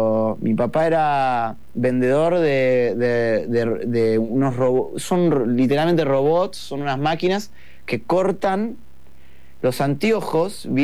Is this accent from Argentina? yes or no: no; Uruguay; born there; also born or lived in Brussels, Belgium / Flanders, Belgium; Y nací en Bélgica. Nací en Bruselas, pero viví en Flandria, en el norte, en Vlaanderen. Viví ahí 8 años y después nos mudamos a Uruguay.